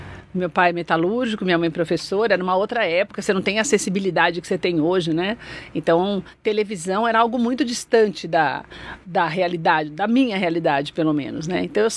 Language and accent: Portuguese; Mauá, São Paulo, Brazil; Infância de filho único em Mauá.